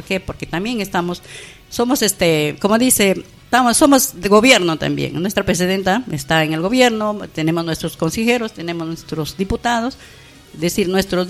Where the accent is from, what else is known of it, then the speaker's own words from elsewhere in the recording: Tocache, San Martín, Peru; also born or lived in Huánuco; soy nacida y crecida en Tocache y he hecho mi primaria y mi secundaria en la ciudad de Tocache y mi estudio superior lo he hecho en Huánuco